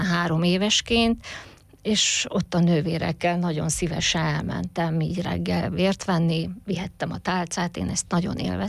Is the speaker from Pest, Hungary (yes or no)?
no; Biritó, Tolna, Hungary; born or raised there